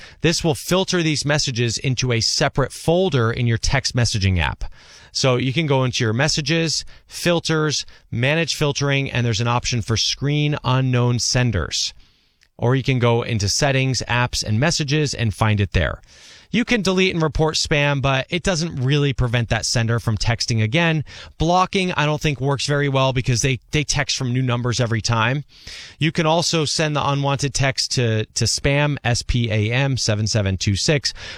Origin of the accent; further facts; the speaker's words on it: New Jersey, United States; I could see them from my street where I grew up in New Jersey.